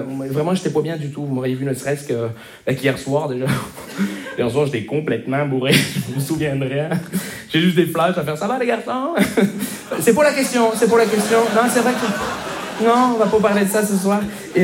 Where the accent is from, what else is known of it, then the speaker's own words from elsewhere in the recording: Montreal, Quebec, Canada; je viens de Montréal.